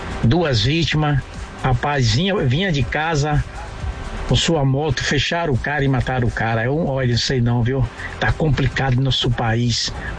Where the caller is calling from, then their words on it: Entre Rios, Bahia, Brazil; sou de Entre Rios, Bahia, mas moro aqui em Estela Mares.